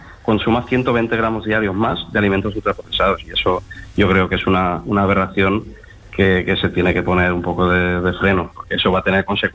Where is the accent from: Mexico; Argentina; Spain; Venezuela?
Spain; Valencia, Valencian Community